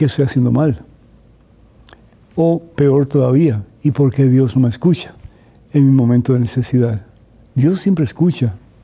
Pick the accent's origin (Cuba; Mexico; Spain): Cuba; moved away